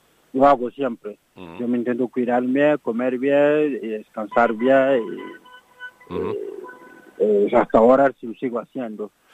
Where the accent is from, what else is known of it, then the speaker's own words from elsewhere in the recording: Republic of the Congo; Spanish is a second language; lo que pasa en mi país, el fútbol tiene un nivel cero, que no hay mucho nivel. Además es un país pequeñito, no es como el otro Congo, porque somos vecinos.